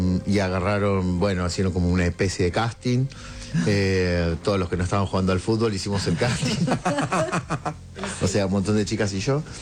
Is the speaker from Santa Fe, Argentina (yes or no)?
yes; Rosario, Santa Fe, Argentina; moved away; vengo del interior, vengo de Rosario